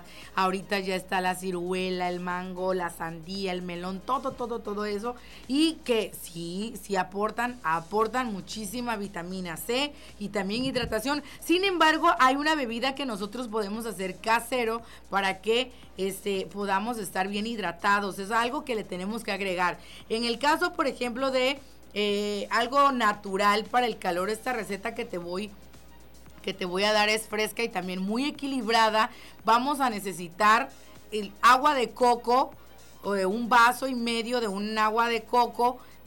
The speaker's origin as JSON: {"language": "Spanish", "region": "Tabasco", "country": "Mexico", "said": "Somos de Tabasco y sabemos que pues sí aguantamos."}